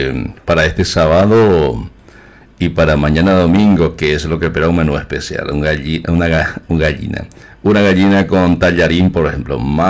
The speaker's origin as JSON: {"language": "Spanish", "country": "Paraguay", "said": "somos nosotros los paraguayos y paraguayas."}